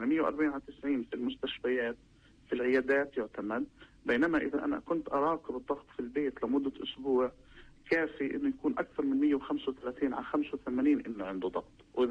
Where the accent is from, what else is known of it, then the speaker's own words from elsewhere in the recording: Palestine; احنا عندنا في فلسطين